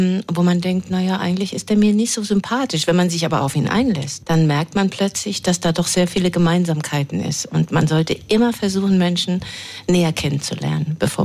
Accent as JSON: {"language": "German", "region": "Hamburg", "country": "Germany", "said": "Ich komme aus Hamburg. Da ist viel Wasser."}